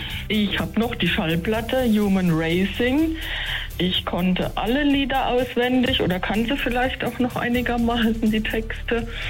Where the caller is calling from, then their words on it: Rhineland-Palatinate, Germany; wir sind ja Pfälzer, ne?